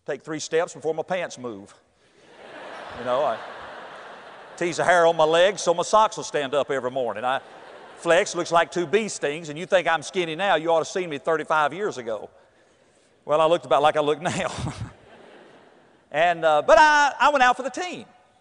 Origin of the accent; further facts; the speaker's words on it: North Carolina, United States; I grew up in North Carolina. Basketball's big in North Carolina.